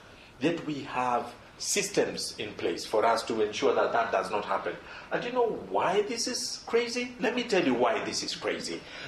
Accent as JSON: {"language": "English", "country": "Kenya", "said": "And I'm Kenyan, and inequality is really a major thing, not just in Lesotho, but in Kenya"}